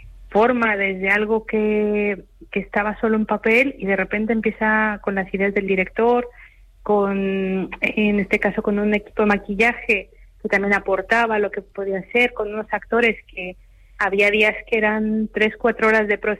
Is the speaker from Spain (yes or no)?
no; Mexico; Yo soy mexicana